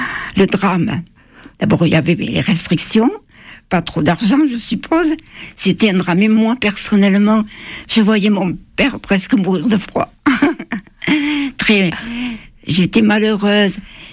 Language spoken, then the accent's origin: French; Toulouse, Occitanie, France; nous sommes revenus à Toulouse. Mes parents avaient gardé l'appartement, là où je suis née.